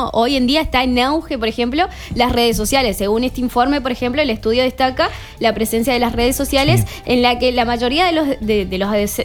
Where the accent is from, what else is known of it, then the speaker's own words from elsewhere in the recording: Goya, Corrientes, Argentina; en mi pueblo, ¿no? En Goya